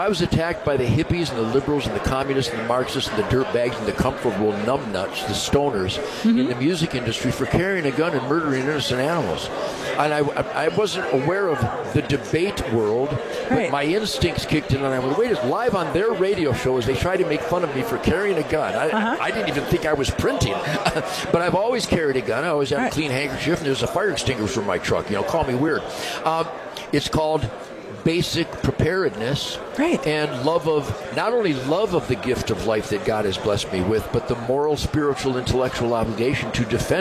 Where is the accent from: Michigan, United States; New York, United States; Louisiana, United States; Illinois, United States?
Michigan, United States; Detroit; I'm the wittiest guy in the SHOT Show because I'm from Detroit.